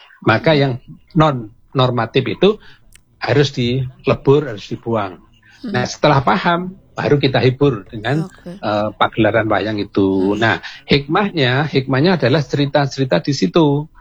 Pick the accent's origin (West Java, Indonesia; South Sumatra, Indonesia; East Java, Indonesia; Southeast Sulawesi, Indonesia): East Java, Indonesia; Madiun; now in Malang, Indonesia; kita asli dari Madiun